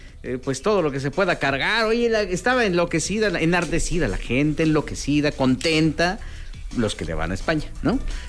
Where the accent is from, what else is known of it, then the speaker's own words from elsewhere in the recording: Mexico; tan maravillosas como mexicanos, mantengamos esa unión, ¿no?